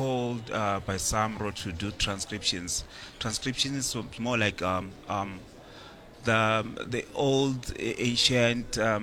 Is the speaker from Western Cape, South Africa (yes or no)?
no; Malamulele, Limpopo, South Africa; now in Johannesburg, South Africa; So I'm from Malamulele. Then I went to Foreman Adult Technikon, that's Durban, and then later on University of KZN. And then I'm back to Joburg again